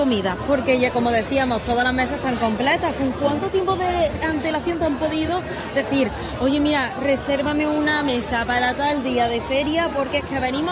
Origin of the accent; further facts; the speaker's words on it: Córdoba, Andalusia, Spain; Yo me he criado muy cerquita, la avenida Ollería, ahí en el Chimeneón, al lado.